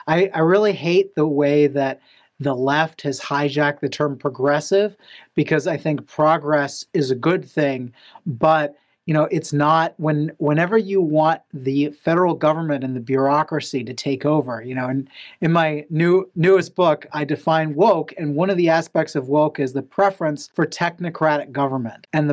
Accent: Golden, Colorado, United States; also born or lived in Boulder; I like to say I was born in the People's Republic of Boulder, but revolted into orthodoxy in early youth and grew up in Golden. So I was not very far from the Coors factory

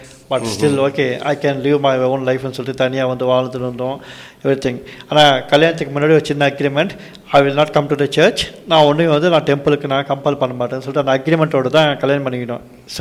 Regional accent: Chennai, Tamil Nadu, India; also born or lived in Andhra Pradesh; So later அப்பாவுக்கு சென்னையில் வேலை கிடைச்சதுக்கு அப்புறம் சென்னைக்கு மூவ் ஆனோம். சென்னையில் it's almost all mixed culture, so அந்த இதெல்லாம் இருக்காது. பட் நான் இங்கே படித்து வளர்ந்து

